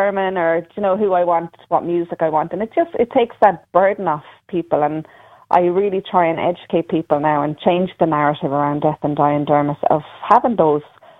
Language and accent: English; Ireland